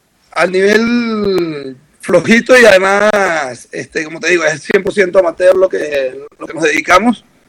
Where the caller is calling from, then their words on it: Caracas, Capital District, Venezuela